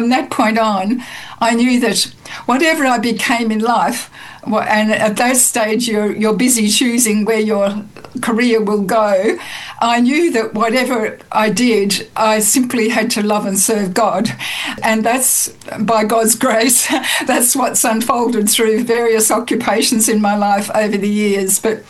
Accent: Queensland, Australia; I grew up in Queensland here in Australia.

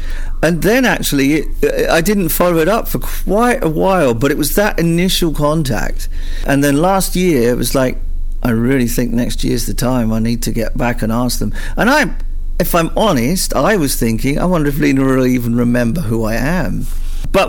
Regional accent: United Kingdom; particularly as British Christians, because of our natural culture

